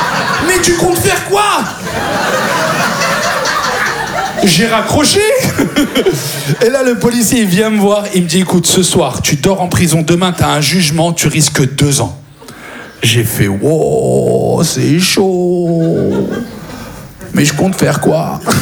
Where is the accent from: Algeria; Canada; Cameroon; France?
France; Et là, je raccroche, je lui dis, je suis français.